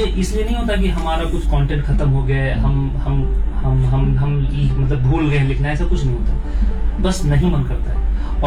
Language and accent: Hindi; Lucknow, Uttar Pradesh, India; मैं जैसे मैं लखनऊ से हूँ तो मेरी उर्दू थोड़ी अच्छी ग्रिप है उर्दू पे, मगर उतनी भी अच्छी नहीं।